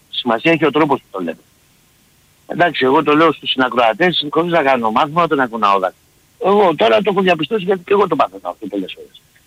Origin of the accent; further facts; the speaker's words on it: Nea Makri, Attica, Greece; επειδή είμαι και εγώ από Νέα Μάκρη